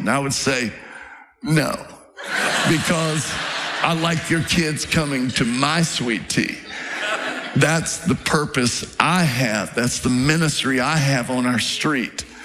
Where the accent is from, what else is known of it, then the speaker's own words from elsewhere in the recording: Virginia, United States; The Ramseys growing up in Virginia